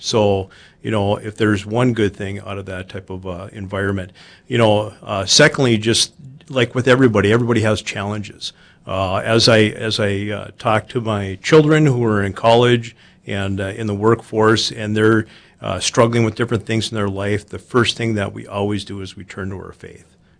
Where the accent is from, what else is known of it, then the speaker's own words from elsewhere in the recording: Grand Forks, North Dakota, United States; now in Fargo, United States; born and raised in Grand Forks, North Dakota, coming from parents that grew up on farm families north of Devil's Lake.